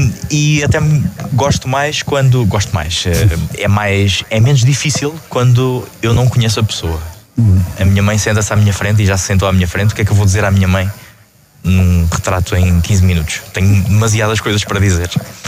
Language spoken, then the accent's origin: Portuguese; Leiria, Centro, Portugal; Eu sou daqui, sou de Leiria, sou dos Magazes, portanto, não sou de muito longe.